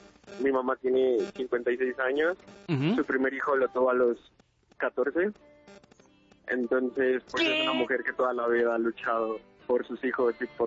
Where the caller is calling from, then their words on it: Mexico City, Mexico; Pues ahorita te hablo desde Ciudad de México, afuera del Metro Cuauhtémoc.